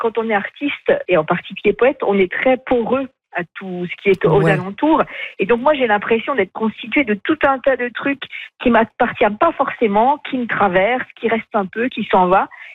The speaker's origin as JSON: {"language": "French", "town": "Saint-Étienne", "region": "Auvergne-Rhône-Alpes", "country": "France", "tie": "born there", "said": "Alors, je suis née à Saint-Étienne, près de Lyon."}